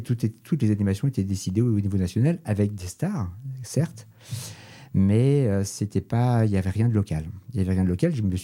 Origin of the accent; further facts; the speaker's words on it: Paris, Île-de-France, France; also born or lived in Toulouse; now in Saint-Sulpice, France; j'ai été libraire à Paris. Et je suis parisien d'origine.